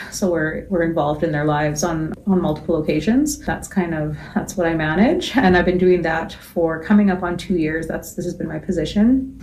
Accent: Prince Albert, Saskatchewan, Canada; I'm originally from Prince Albert. Grew up here, did all of my schooling here. Moved to Saskatoon out of high school, did nursing school in Saskatoon, met my husband, who's also from Prince Albert. We lived for about 10 years in Saskatoon, and then we moved back here

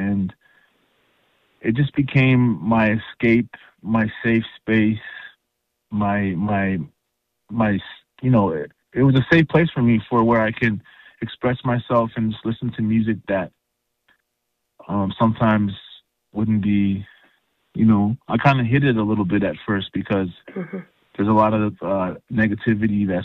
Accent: Saskatoon, Saskatchewan, Canada; born there; also born or lived in Calgary; So I was born in Saskatoon, Saskatchewan, and I'm originally from the Muskaugan and Cody First Nations in Saskatchewan as well, Treaty 4 area.

